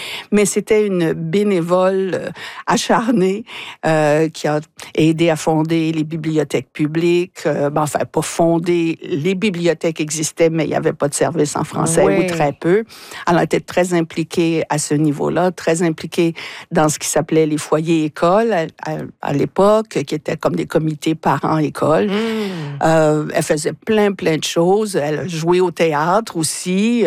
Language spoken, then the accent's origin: French; Moncton, New Brunswick, Canada; Ça fait que nous, on a grandi à Moncton